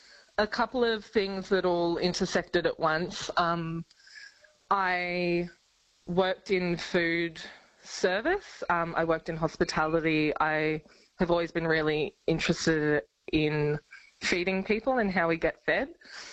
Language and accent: English; Toowoomba, Queensland, Australia; moved away as an adult; also born or lived in Melbourne / Sydney; So I grew up in Toowoomba, but I lived and worked in Melbourne and Sydney as a pastry chef.